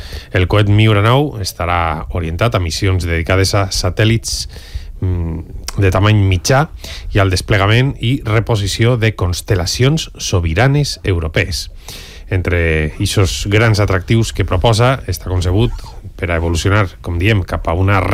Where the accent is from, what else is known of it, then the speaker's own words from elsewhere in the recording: Valencian Community, Spain; Ens felicitem com a valencians de tindre estos genis ací a Elx.